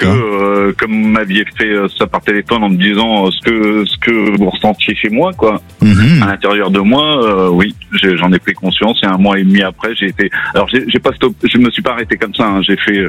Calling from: Île-de-France, France; J'appelle de l'Essonne.

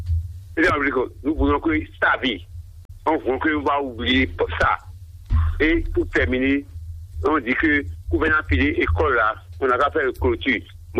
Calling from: Ouidah, Atlantique, Benin; de Ouida. Je vous appelle de Ouida

